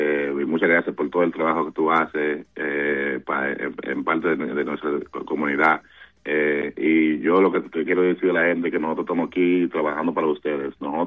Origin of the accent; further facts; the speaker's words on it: Dominican Republic; now in Boston, United States; yo me estoy enfocando aquí en la ciudad de Boston, como dominicano, como latino, como hombre negro, joven